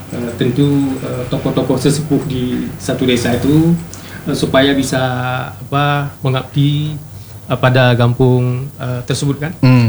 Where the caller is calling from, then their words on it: Indonesia; Di Pusung Baru, Kecamatan Badas.